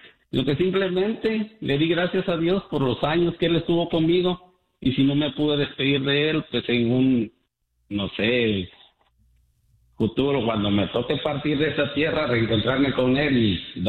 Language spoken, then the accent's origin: Spanish; Guatemala; soy de Guatemala y me encanta el programa de ustedes. Miro el fútbol mexicano